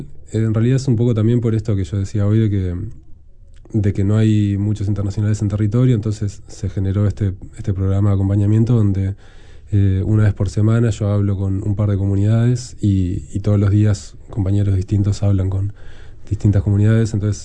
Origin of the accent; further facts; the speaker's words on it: Uruguay; es importante, sí, que como uruguayos hagamos nuestra parte